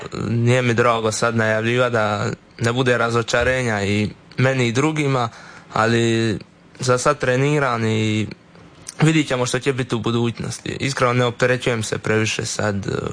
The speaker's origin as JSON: {"language": "Croatian", "country": "Croatia", "moved": "as an adult", "said": "Da, svakako mi se plan vratiti na otok nakon studija i veslačke karijere."}